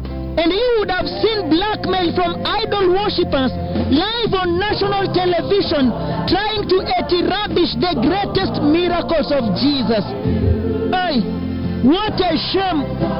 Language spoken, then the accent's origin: English; Kenya; Oh, I really repent as a Kenyan, and I'm ashamed even to be called a Kenyan.